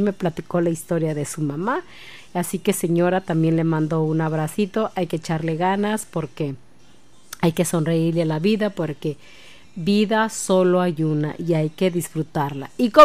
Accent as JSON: {"language": "Spanish", "region": "Michoacán", "country": "Mexico", "said": "uno como mexicano y más como michoacano."}